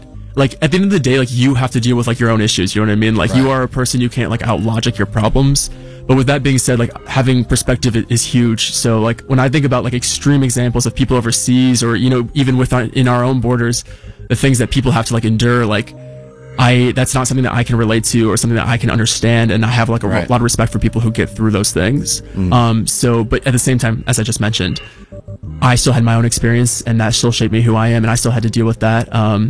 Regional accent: Chagrin Falls, Ohio, United States; Yeah, I'm originally from Chagrin Falls, That's where I grew up.

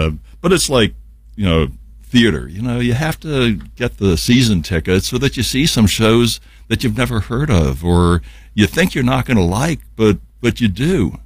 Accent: Los Angeles, California, United States; growing up in Los Angeles

